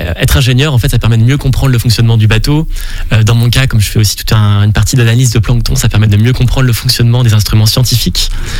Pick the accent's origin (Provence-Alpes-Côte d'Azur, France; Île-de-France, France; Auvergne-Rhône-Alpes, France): Île-de-France, France; Paris; also born or lived in Nancy / Lille; J'ai grandi, alors mes parents sont originaires du Grand Ouest, mais j'ai fini à Nancy, j'ai grandi à Paris, à Lille, au gré des déménagements de mon père pour son travail.